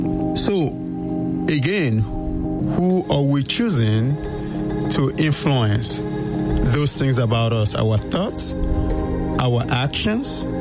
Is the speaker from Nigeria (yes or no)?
yes; Nigeria; English is a second language; And I will say, actually, very growing up in Nigeria, from a Yoruba group, I'm a Yoruba person.